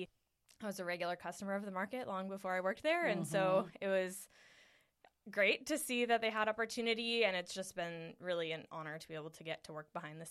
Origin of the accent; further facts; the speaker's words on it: Detroit, Michigan, United States; moved away as an adult; also born or lived in Las Vegas; now in Vancouver, United States; I grew up in Metro Detroit, Michigan, very big agriculture state.